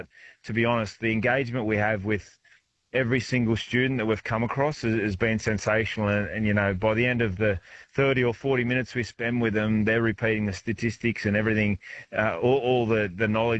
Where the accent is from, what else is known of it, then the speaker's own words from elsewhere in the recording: Dubbo, New South Wales, Australia; moved away as an adult; I moved away from Dubbo as an 18-year-old. My parents still live there.